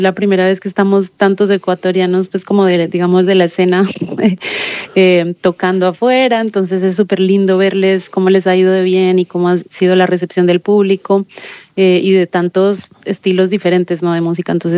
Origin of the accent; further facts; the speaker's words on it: Colombia; yo soy colombiana